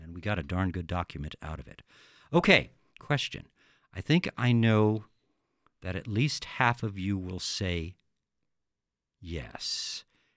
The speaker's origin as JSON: {"language": "English", "region": "East Coast", "country": "United States", "moved": "yes", "said": "I'm from the East, very humid back East, very troubling."}